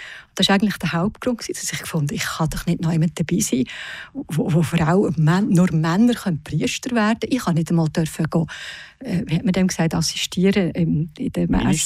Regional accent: Aargau, Switzerland; also born or lived in Canton of Zug; Ja, also ich bin nur dort geboren. Ich bin im Kanton Aargau aufgewachsen.

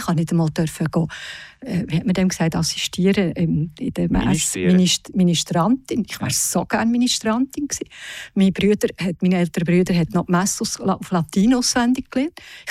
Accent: Aargau, Switzerland; born or raised there; also born or lived in Zug

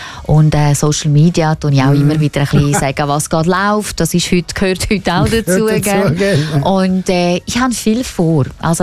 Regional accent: Davos, Graubünden, Switzerland; moved away; Aber ich bin im Bündnerland in Davos aufgewachsen. Und das ist natürlich nicht das Gleiche. Man vermisst das auch.

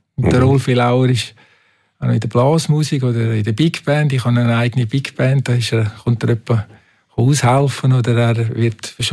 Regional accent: Einsiedeln, Schwyz, Switzerland; Und dann habe ich mit 9 Jahren angefangen, Trompete zu lernen. Ich war an der Musikschule bei uns in Einsiedeln.

